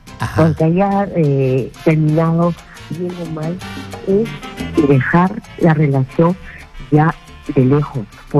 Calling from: Lima, Peru; Llamo de San Martín de Porres.

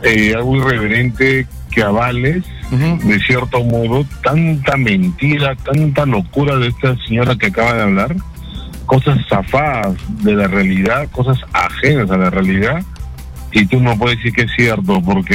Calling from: Peru

